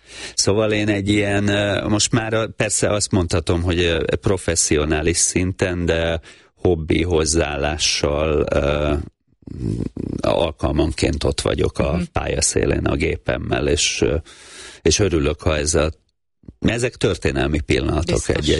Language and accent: Hungarian; Tatabánya, Komárom-Esztergom, Hungary; moved away; Tatabányáról jöttem, ott nem volt öttusa